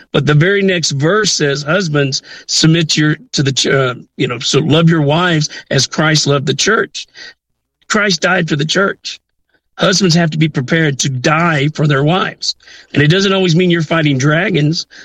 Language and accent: English; the South, United States; I grew up on wrestling in the South.